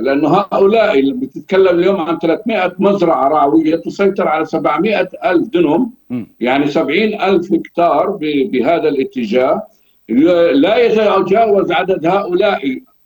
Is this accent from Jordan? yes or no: no; Palestine; ونحن كفلسطينيين